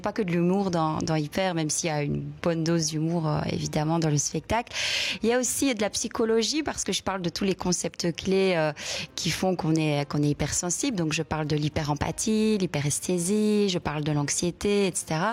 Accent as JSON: {"language": "French", "region": "Wallonia", "country": "Belgium", "said": "Moi, je viens du Hainaut, donc beaucoup d'accents, beaucoup d'archétypes."}